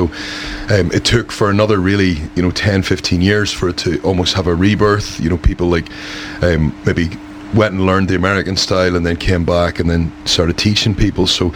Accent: Ireland; Nikki's Scottish, I'm Irish, so why should we wrestle exactly the same as them?

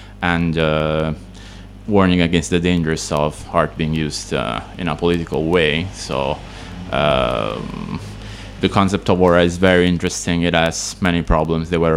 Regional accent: Italy; now in Palermo, Italy; I'm mostly Italian. I live in the other big island in the Mediterranean, in Sicily. and live in the capital, let's say, of the island, Palermo. And I'm originally from another small region of the south, southern Italy, but I also spent some time abroad, like almost 11 years

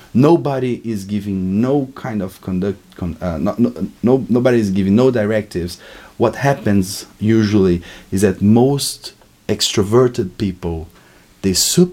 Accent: Brazil; moved away; hey, hello, I'm from Brazil.

